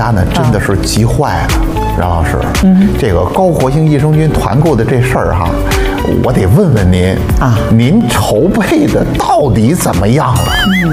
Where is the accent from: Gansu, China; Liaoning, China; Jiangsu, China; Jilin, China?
Jiangsu, China; Xuzhou; 大家好，我是来自徐州的